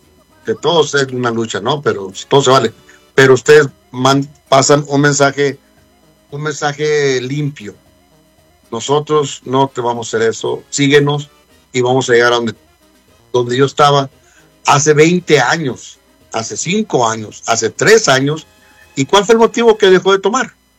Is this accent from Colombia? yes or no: no; Mexico; Entonces quizás nosotros que venimos de México volvemos a lo mismo.